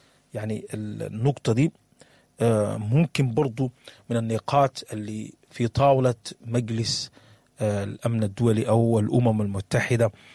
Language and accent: Arabic; Sudan; بخصوص بلدنا السودان